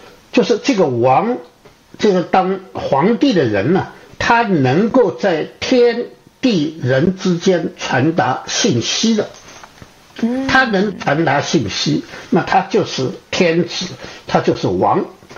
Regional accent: China; 我们中国人

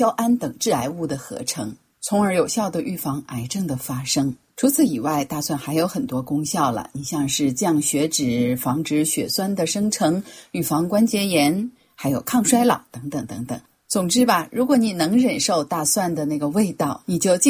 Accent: China; 我们中国人

